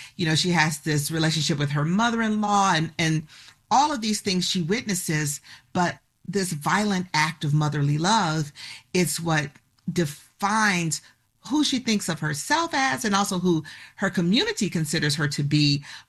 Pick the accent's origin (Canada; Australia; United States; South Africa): United States; the South; as I stated previously, I am a Southerner.